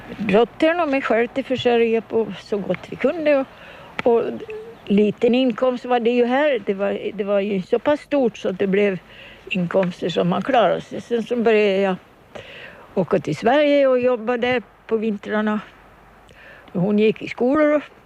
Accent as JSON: {"language": "Swedish", "town": "Kumlinge", "region": "Åland", "country": "Finland", "tie": "born or raised there"}